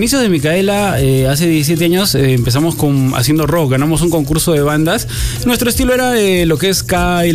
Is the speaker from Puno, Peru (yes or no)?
yes; Puno, Peru; nosotros somos de Puno.